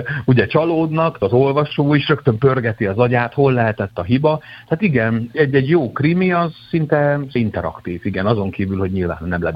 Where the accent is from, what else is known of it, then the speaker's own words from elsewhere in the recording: Kaposvár, Somogy, Hungary; also born or lived in Szolnok / Pécs / Budapest; én Szolnokon születtem, de Kaposváron nőttem fel, éltem Pécsen, Pesten, rengeteg helyen